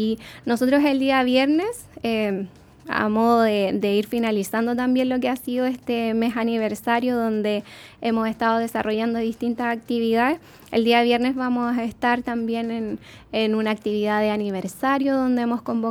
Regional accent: Concepción, Biobío, Chile; quienes somos de Concepción Penquista

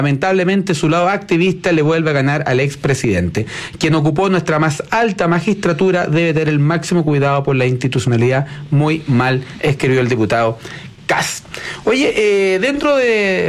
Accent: Chile; soy chileno.

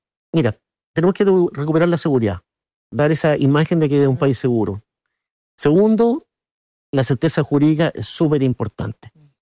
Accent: Chile; después me miraba el ombligo nomás como buen chileno

